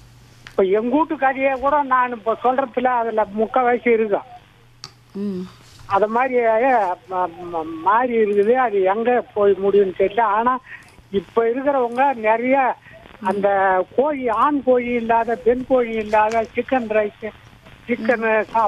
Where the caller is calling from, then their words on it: Nalambur, India; Nalambur.